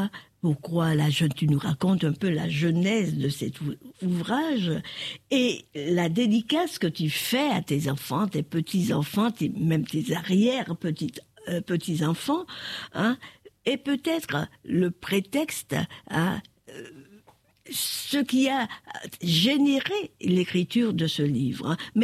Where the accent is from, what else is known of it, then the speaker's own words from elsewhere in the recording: Martinique; chez moi en Martinique.